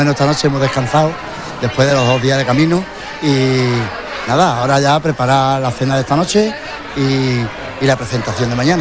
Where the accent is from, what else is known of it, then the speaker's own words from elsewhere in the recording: Trigueros, Andalusia, Spain; Trigueros es un pueblo muy rociero y muy devoto a la Virgen del Rocío.